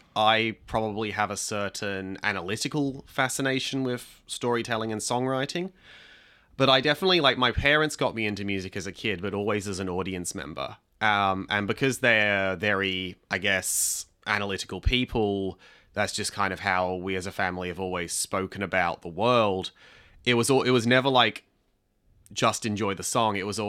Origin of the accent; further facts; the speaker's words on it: Sydney, New South Wales, Australia; I'm not from Melbourne, I'm from Sydney.